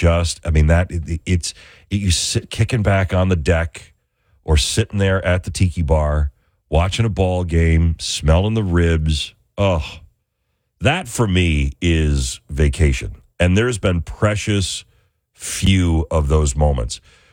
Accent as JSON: {"language": "English", "region": "New Jersey", "country": "United States", "accent": "Jersey", "said": "Met families from all over the world in 40 states. People recognized my Jersey accent right away. Everyone we talked to were nice and friendly. Makes you wonder why we're still in New Jersey."}